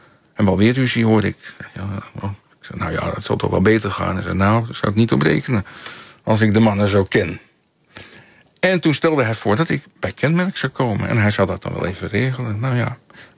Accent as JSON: {"language": "Dutch", "country": "Netherlands", "tie": "born there", "said": "Ja, want ik ben in Nederland geboren."}